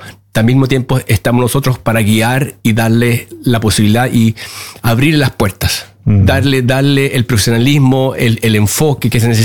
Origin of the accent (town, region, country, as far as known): Chile; born or raised there